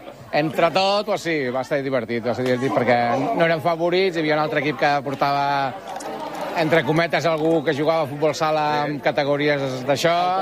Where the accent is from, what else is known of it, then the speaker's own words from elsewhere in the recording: Parets del Vallès, Catalonia, Spain; la veritat és que els que som de Parets, no? Les 24 hores són part de la nostra adolescència, de la nostra etapa de joventut.